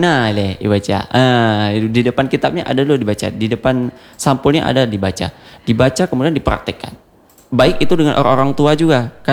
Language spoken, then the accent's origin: Indonesian; Banda Aceh, Aceh, Indonesia; ayah saya di Aceh Timur, saya kan besar di Banda Aceh gitu ya.